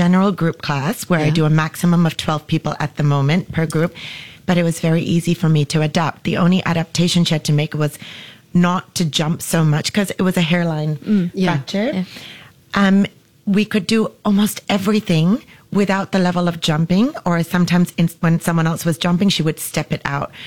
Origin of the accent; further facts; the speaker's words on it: Sri Lanka; also born or lived in Maldives; now in Singapore; I was born in Sri Lanka, spent a lot of time in Sri Lanka and the Maldives because my dad had a garment factory.